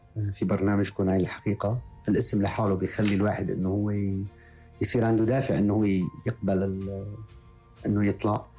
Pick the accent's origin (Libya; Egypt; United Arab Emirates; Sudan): Libya; رجل بسيط، ما قبل 2011 كنت رجل بسيط، كنت في فترة مع أهلي في ليبيا، طفولتي كلها كانت في ليبيا.